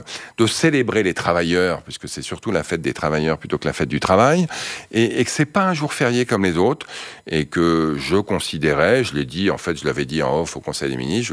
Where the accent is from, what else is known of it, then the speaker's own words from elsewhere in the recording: Montreuil, Île-de-France, France; moved away; Et moi, j'ai grandi à Montreuil, dans le 93, en Seine-Saint-Denis, dans un HLM. Et c'est vrai que c'est à la fois un territoire auquel je suis resté très attaché, j'y retourne régulièrement